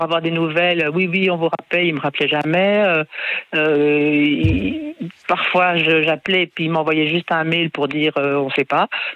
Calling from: Jette, Brussels-Capital Region, Belgium; J'habite à Jette, oui.

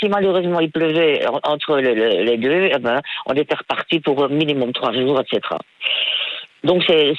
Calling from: Namur province, Wallonia, Belgium; J'habite Fragnières. C'est près de Florès, c'est dans le Namurois.

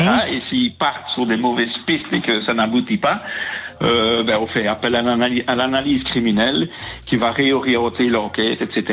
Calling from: Liège, Wallonia, Belgium; De Liège.

